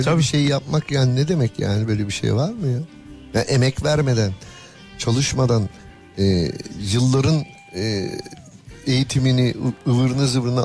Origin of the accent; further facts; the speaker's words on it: Izmir, İzmir, Turkey; born there; ben çocukluğumu hatırlıyorum. Babam Karşıyaka'da, anne baba hep beraber yürüyüşe çıkardık Karşıyaka'yı, Yalı'da böyle.